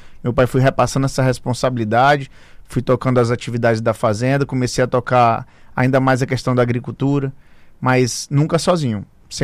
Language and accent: Portuguese; Roraima, Brazil; Foi assim que eu fui criado. Sou roraimense, a família toda também é de Roraima.